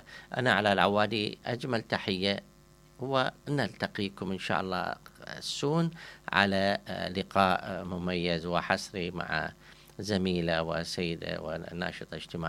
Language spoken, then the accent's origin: Arabic; Iraq